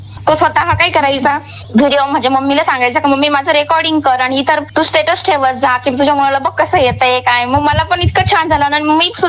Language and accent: Marathi; Pathardi, Maharashtra, India; moved away as an adult; now in Nashik, India; मी मूळची पाथर्डीची आहे, पाथर्डी, आणि माझ्या लग्नानंतर मला नाशिक रोड देवळाली गाव इथे दिलेलं आहे।